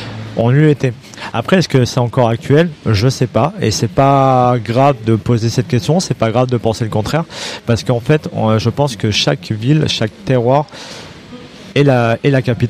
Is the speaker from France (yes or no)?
yes; Lyon, Auvergne-Rhône-Alpes, France